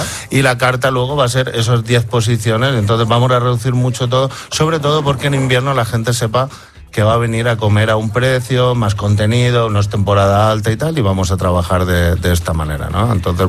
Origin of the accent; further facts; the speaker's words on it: Spain; Aunque a mí Repsol también me gusta, evidentemente somos españoles